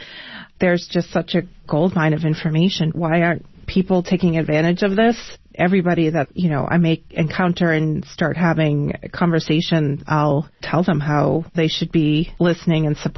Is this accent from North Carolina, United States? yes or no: no; Nashua, New Hampshire, United States; I'm from Nashua, New Hampshire.